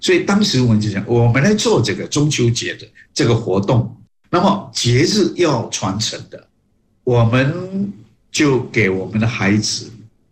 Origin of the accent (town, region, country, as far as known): Malaysia